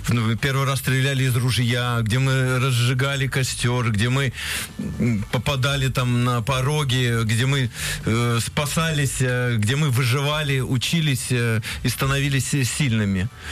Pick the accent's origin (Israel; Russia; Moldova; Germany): Russia; Siberia; потому что я сам вырос в Сибири, и даже первые кадры фильма мы снимали в тех местах, где...